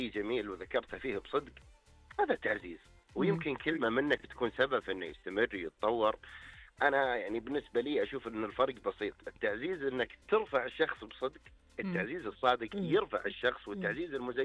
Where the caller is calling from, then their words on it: Tabuk, Tabuk Province, Saudi Arabia; أنا أكلمكم من شمال المملكة، من مدينة تبوك.